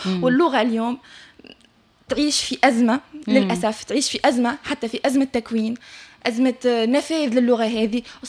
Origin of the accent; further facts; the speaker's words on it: Tunisia; احنا في تونس العكس.